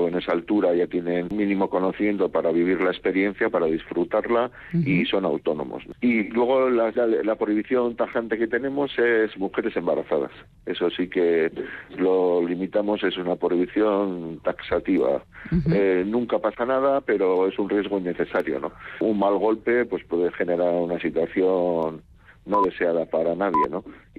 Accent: Bilbao, Basque Country, Spain

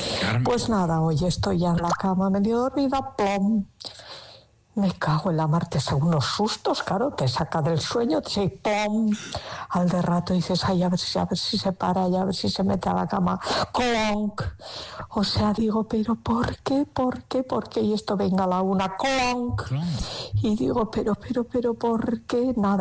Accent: Alonsotegi, Basque Country, Spain; soy de Alonso Tegui

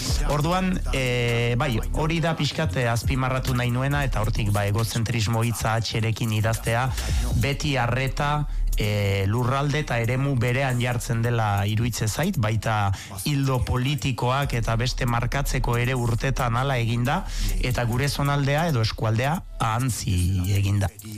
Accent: Urrugne, Nouvelle-Aquitaine, France; Eta nondik zatoz, eta ba, urruñatik, eta frantzitik

